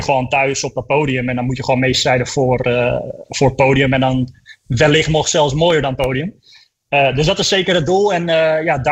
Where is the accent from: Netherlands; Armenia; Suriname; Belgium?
Netherlands; Almere, Flevoland; born there; Ik bedoel, ik ben geboren in het Flevo Ziekenhuis, een paar 100 meter van start en de finish vandaan, zeg maar.